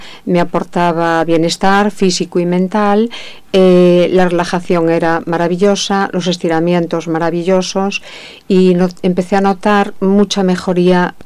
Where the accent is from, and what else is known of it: Spain